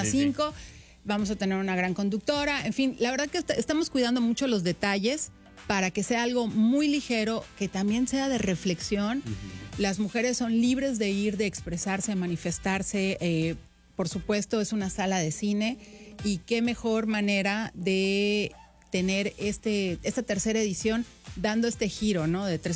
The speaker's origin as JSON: {"language": "Spanish", "region": "Campeche", "country": "Mexico", "tie": "born or raised there", "moved": "yes", "lives_now": "Montreal, Canada"}